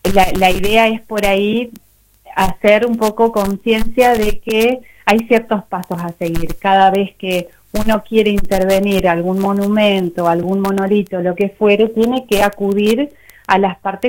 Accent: Argentina; como ciudadano y como argentino

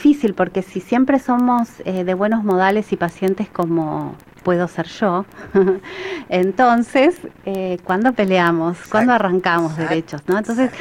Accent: Santa Cruz, Argentina; yo me crié, bueno, en Santa Cruz, por supuesto, y fui toda mi vida a una sola escuela, a María Auxiliadora.

